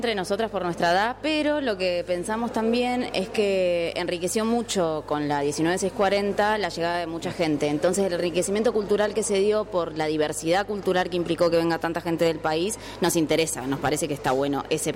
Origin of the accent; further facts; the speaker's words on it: Ushuaia, Tierra del Fuego, Argentina; yo nací en Ushuaia y crecí en Ushuaia y sin embargo creo que eso me ha enriquecido mucho.